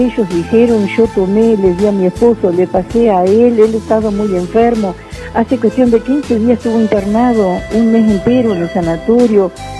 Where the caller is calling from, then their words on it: Mercedes, Soriano, Uruguay; Yo de Mercedes.